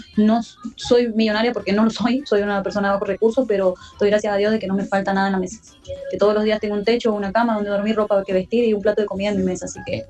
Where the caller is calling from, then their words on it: San Juan, Argentina; Yo soy una mamá soltera que estoy viviendo sola, alquilo con mis 4 hijos, soy de San Juan